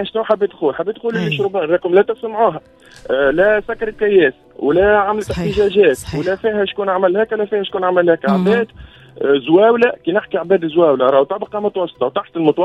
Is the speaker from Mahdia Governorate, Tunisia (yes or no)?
yes; Chorbane, Mahdia Governorate, Tunisia; born there; في مسقط رأسي راهو عندها سنين ربي تعاني